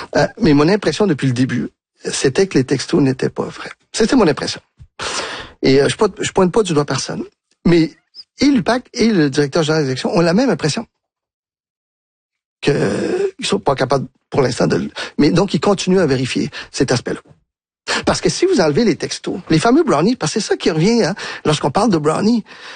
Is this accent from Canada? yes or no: yes; Quebec, Canada; Moi, je suis un Québécois, profondément Québécois et nationaliste, mais j'ai sillonné le Canada plus d'une fois